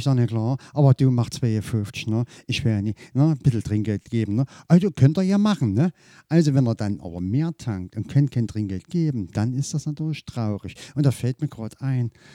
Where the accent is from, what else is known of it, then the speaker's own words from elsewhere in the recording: Saxony, Germany; Ich komme nämlich aus Sachsen.